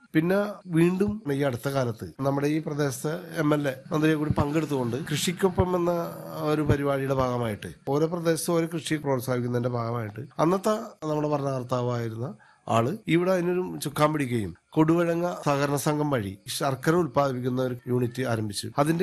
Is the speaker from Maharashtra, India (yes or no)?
no; Karumalloor, Kerala, India; എന്റെ ചെറുപ്പം തുടങ്ങി ഞാൻ ഈ കൃഷി കണ്ടു വളർന്ന ആളാണ്.